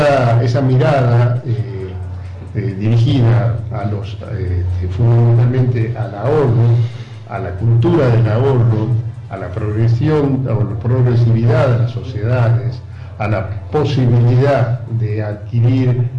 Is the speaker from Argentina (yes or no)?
yes; Tucumán, Argentina; nos identifica a todos los tucumanos.